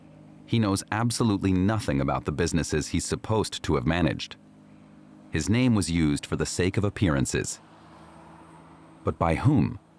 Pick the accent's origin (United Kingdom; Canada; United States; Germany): Germany; Berlin; We're from Berlin and we're making a film.